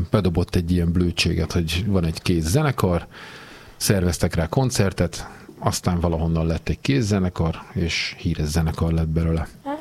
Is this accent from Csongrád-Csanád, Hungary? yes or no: yes; Csongrád, Csongrád-Csanád, Hungary; born there; én ugye Csongrádon születtem